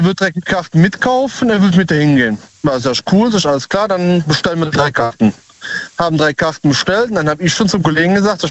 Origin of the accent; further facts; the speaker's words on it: Cologne, North Rhine-Westphalia, Germany; Aus Köln.